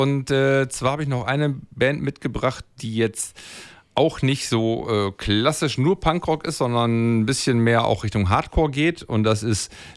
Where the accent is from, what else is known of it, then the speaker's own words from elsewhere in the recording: Emsdetten, North Rhine-Westphalia, Germany; Ich komme selber aus Emstetten, wir haben auch ein Umsonst- und Draußen-Festival.